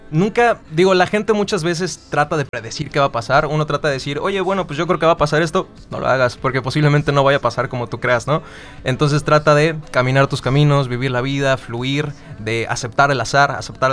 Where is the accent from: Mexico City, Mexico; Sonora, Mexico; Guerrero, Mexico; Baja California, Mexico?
Mexico City, Mexico; now in Yucatán, Mexico; Soy de la Ciudad de México, okay. Pero ya tengo aquí viviendo más de 20 años.